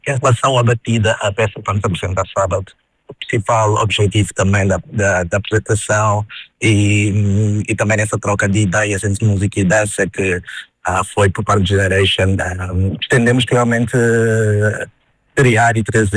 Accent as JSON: {"language": "Portuguese", "region": "Luanda", "country": "Angola", "moved": "yes", "lives_now": "Portugal", "said": "sendo angolano"}